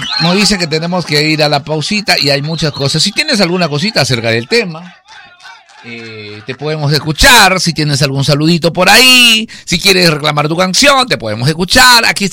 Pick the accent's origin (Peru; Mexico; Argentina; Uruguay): Peru